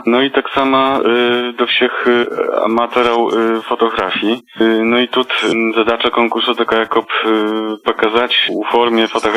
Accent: Podlaskie Voivodeship, Poland; наш рэгіён ад іншых рэгіёнаў у Польшы

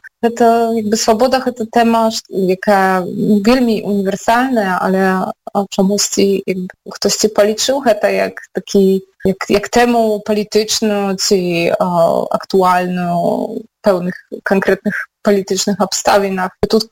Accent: Podlaskie Voivodeship, Poland; Belarusian is a second language; навошта мне вучыцца расійскай мовы, мне патрэбная беларуская. І так гэта проста склалася. Хаця фактычна я родам з Падляша, і напэўна гэта сямейны корані, і Падляша сама па сябе паўплывала на тое, што мне пасля ўжо даволі лёгка даводзілася вучыцца і гаварыць

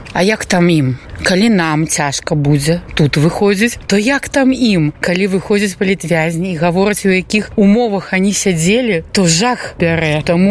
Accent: Belarus; Мы белорусы, тут нас больше.

